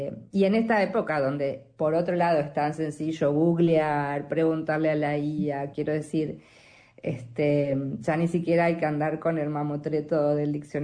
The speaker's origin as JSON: {"language": "Spanish", "country": "Argentina", "said": "yo digo las provincias porque como yo soy provinciana"}